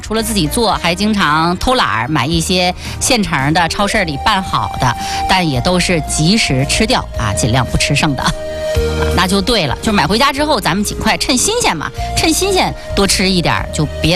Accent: Northeast China, China; 咱们东北人啊确实挺能吃凉拌菜的啊，我们家也是这样的。

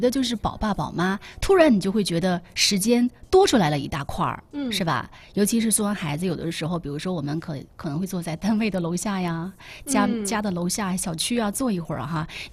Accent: northern China, China; 作为北方人

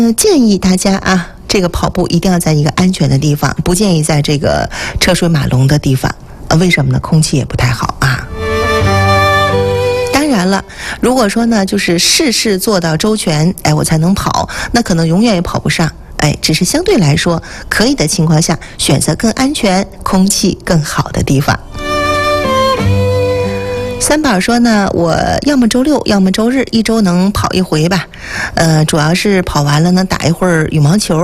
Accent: Liaoning, China; 过去呢是咱们家乡人很亲切的这个大佛寺

